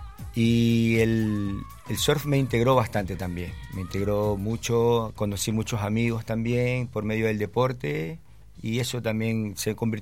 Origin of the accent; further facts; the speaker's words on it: Ecuador; now in Concón, Chile; soy ecuatoriano, vivo acá en Chile hace 12 años. Me integré mucho con el sector costero, soy de una ciudad de la costa de Ecuador.